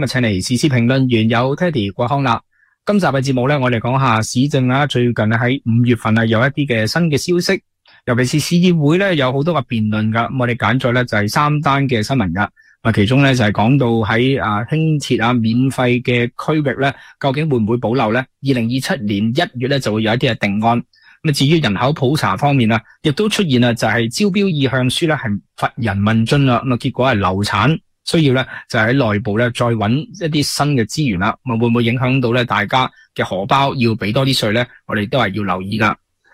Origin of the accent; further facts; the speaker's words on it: Guangdong, China; 我们是广东人俗语啊，就是流水啦